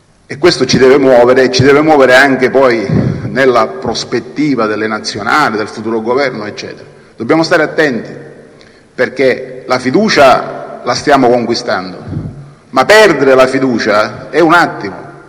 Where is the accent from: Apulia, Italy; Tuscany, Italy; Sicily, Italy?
Sicily, Italy; Catania; io sono di Catania